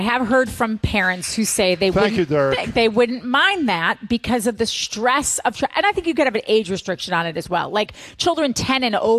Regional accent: Wisconsin, United States; okay, so I'm from Wisconsin. Everybody knows that.

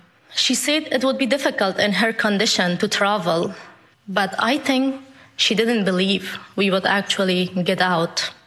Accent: Afghanistan; I have never met my grandfather, but growing up in Afghanistan, I remember listening to stories about his passion to medicine and how an amazing doctor he was.

